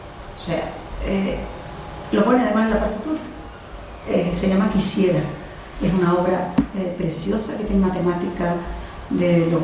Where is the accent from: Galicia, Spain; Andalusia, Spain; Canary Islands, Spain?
Canary Islands, Spain; nos dicen como los canarios